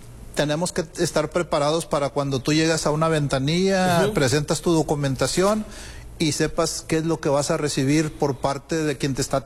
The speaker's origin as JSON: {"language": "Spanish", "town": "Sabinas", "region": "Coahuila", "country": "Mexico", "said": "No, señor, yo vengo desde Sabinas, Coahuila. Uh-huh. Ahí hemos manejado algo de la operación en la cuenca carbonífera."}